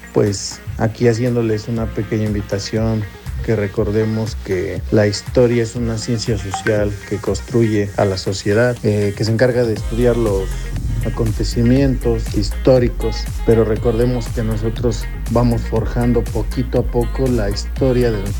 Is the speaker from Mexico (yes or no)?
yes; Mexico; nuestra cultura como mexicanos